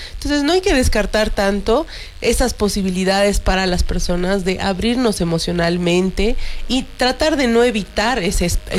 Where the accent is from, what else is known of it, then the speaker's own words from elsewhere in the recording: Bolivia; somos una sociedad boliviana